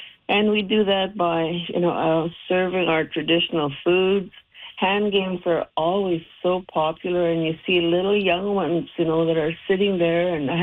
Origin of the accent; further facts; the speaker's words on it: Fort Chipewyan, Alberta, Canada; from Fort Chipewyan, Kitetail, Northern Alberta